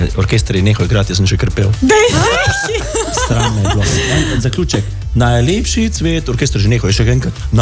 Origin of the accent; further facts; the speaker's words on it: Styria, Slovenia; Mi smo blizu doma, to smo Štajerci, dve vasi